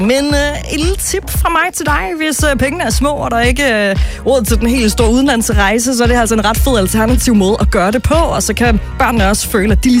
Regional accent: Vordingborg, Zealand, Denmark; moved away; min hjemstavn, Vordingborg 4760, hvor jeg altså er opvokset og har tilbragt det meste af min folkeskoletid

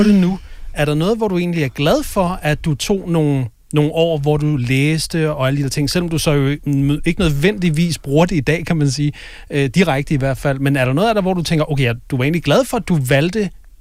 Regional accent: Zealand, Denmark; moved away as an adult; also born or lived in Aarhus; now in Copenhagen, Denmark; jeg er fra en lille by ude ved Næstved, og jeg flyttede til Aarhus også for at studere, og så flyttede jeg til København efterfølgende.

